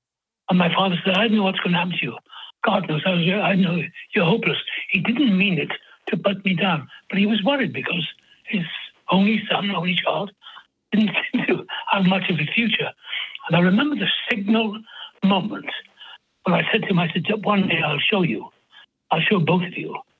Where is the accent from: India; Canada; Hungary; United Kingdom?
United Kingdom; Wales; now in United States; I'm Welsh, and that's it.